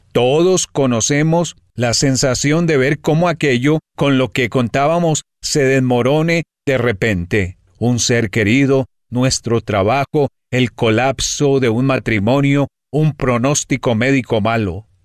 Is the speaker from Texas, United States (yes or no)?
no; New York City, New York, United States; Como neoyorquino, me preguntaron cómo me sentía tras aquel atentado.